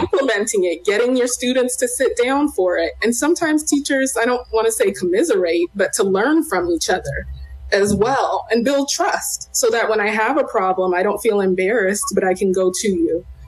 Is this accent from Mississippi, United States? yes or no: no; Long Beach, California, United States; moved away as an adult; also born or lived in Boston / San Francisco; now in Philadelphia, United States; I grew up in Long Beach, California, going to those public schools. And so I had that Southern California experience.